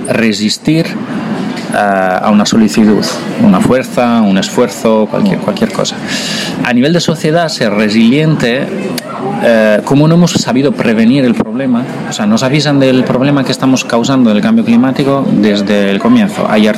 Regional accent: Italy; moved away; yo soy italiano

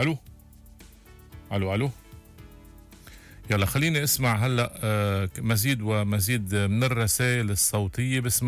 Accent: Lebanon; انا عم بحكي كلبناني

